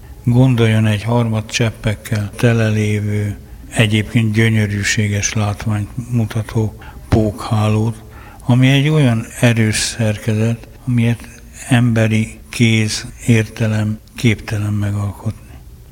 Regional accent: Jászberény, Jász-Nagykun-Szolnok, Hungary; Jászberényi vagyok, és egy végtelenül túlburjánzó, szinte mintha tudta volna végső stádiumában lévő kert mellett ment el az ember.

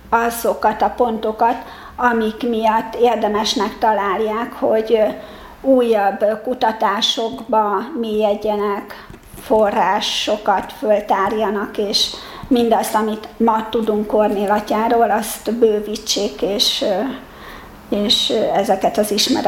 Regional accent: Budapest, Hungary; Rádöbbentem, hogy én itt ezekben az utcákban látó gyermekként születtem, de amikor a látásomat elveszítettem, akkor bekerültem a vakok iskolájába, aztán a Teleki Blanka gimnáziumba jártam, az is itt Zuglóban

